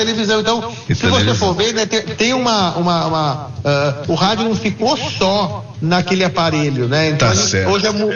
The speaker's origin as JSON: {"language": "Portuguese", "town": "Campinas", "region": "São Paulo", "country": "Brazil", "said": "eu sou de Campinas, estou na presidência da ESP, é uma honra ser um campineiro na presidência da ESP, né?"}